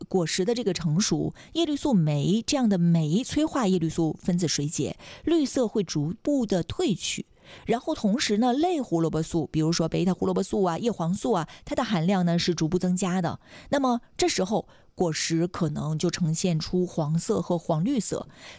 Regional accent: China

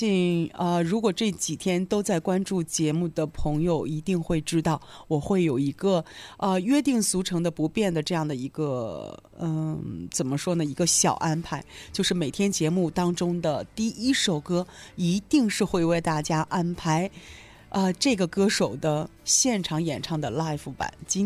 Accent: Dalian, Liaoning, China

